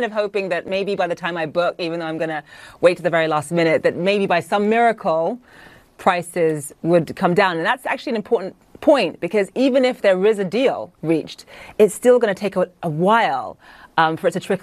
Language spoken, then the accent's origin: English; Nigeria; moved away; Highly recommend Lagos. Okay. Good. Going to push my home country.